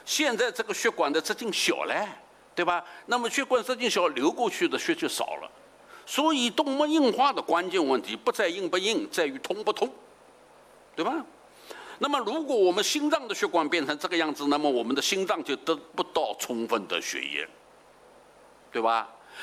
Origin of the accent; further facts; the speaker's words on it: China; 我们中国人